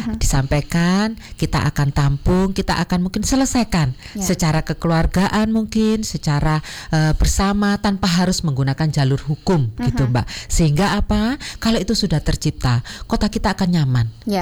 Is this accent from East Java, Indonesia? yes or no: yes; Madiun, East Java, Indonesia; moved away; saya juga orang Madiun sebenarnya, walaupun saya sekian tahun saya meninggalkan Madiun, tetapi saya kembali lagi karena saya mencintai Kota Madiun. Kota Madiun itu adalah tempat di mana saya dulu sering bermain, mencari ilmu